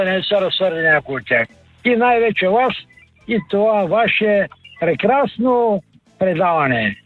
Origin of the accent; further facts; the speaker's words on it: Ivanovo, Haskovo Province, Bulgaria; now in Harmanli, Bulgaria; Също искам да поздравя жителите на град Харманли, откъдето живея, жителите на моето родно село Иваново